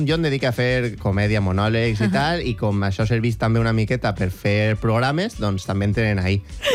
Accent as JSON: {"language": "Catalan", "region": "Valencian Community", "country": "Spain", "said": "jo sóc de la Marina, que és on ve tot el món."}